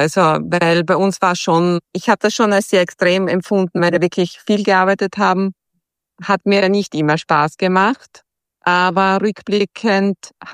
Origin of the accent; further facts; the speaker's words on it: Groß Klein, Styria, Austria; ich bin in einem Dorf aufgewachsen am Land. Das hieß Groß-Klein.